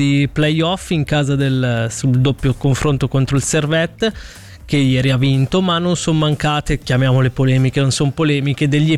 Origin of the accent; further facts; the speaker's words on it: Ticino, Switzerland